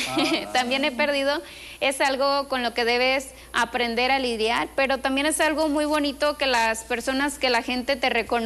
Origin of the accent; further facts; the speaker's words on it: Apatzingán, Michoacán, Mexico; moved away as an adult; now in Morelia, Mexico; Yo vengo de Apatzingán, representando el municipio de Tierra Caliente.